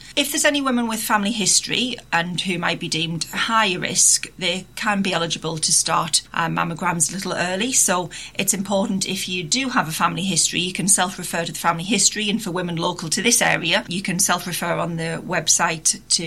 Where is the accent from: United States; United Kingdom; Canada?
United Kingdom; Sunderland, North East England; I'm from Sunderland